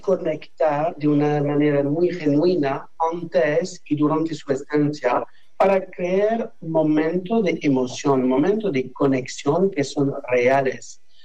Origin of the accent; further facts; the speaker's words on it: Mexico; somos orgullosamente mexicanos